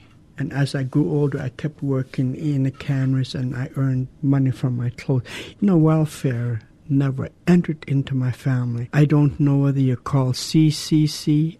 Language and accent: English; Douglas, Alaska, United States; I was born and raised in Douglas. I belong to the Raven Clan. I come from the Whale House in Tlaquan.